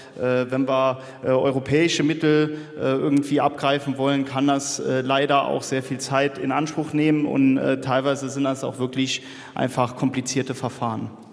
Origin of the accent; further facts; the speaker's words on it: Saarland, Germany; Ich bin selbst aus dem Ortsteil Haustadt.